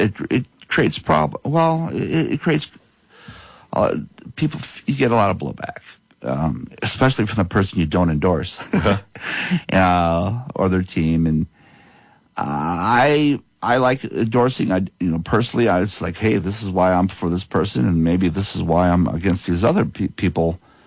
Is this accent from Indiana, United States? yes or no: yes; Michigan City, Indiana, United States; moved away as an adult; start off my career all over Indiana and my hometown paper, Michigan City, Indiana.